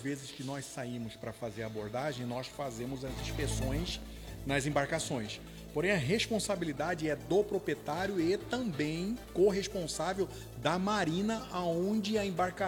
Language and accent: Portuguese; Corumbá, Mato Grosso do Sul, Brazil; now in Cabo Frio, Brazil; sou da cidade de Corumbá, Mato Grosso do Sul, nascido e criado lá no Pantanal Mato Grossense.